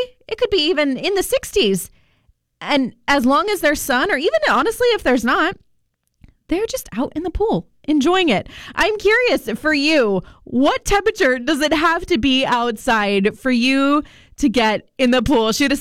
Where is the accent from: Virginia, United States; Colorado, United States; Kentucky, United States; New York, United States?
Virginia, United States; we had a beach near our house, near where I grew up in Virginia